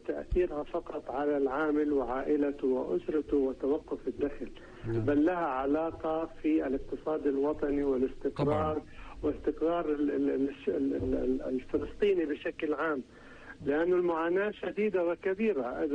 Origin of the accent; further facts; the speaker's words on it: Palestine; نحن كشعب فلسطيني